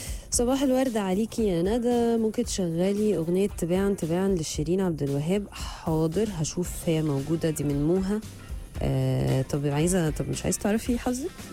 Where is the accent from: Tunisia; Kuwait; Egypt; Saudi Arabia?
Egypt; بس كمصريه وكمشجعه وكعادي واحده من الناس الشعب العملاق ده